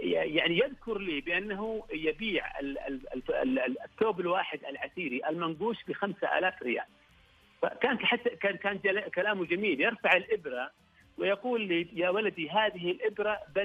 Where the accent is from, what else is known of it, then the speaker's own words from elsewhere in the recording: Asir, Saudi Arabia; عندنا في عسير